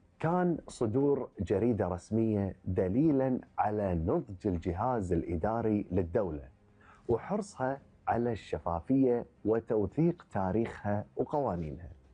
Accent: Kuwait

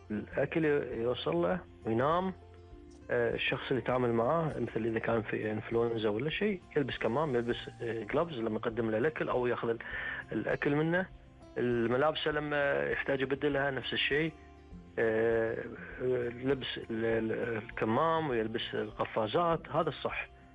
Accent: Kuwait; عندنا بالكويت

